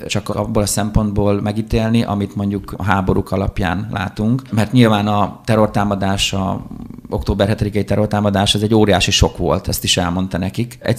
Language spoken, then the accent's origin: Hungarian; Hungary